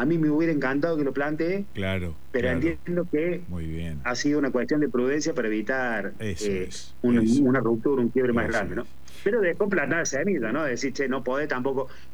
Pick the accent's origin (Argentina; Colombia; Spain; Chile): Argentina; Córdoba; yo soy de Barrio Comercial, que la parroquia también abarca muchas zonas vulnerables, entre ellas mi barrio de origen